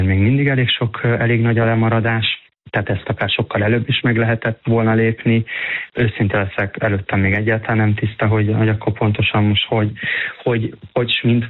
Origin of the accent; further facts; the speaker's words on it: Hungary; moved away; also born or lived in Italy; Örülök, hogy végre Magyarországon magyarként itteni játékosnak tekintenek rám.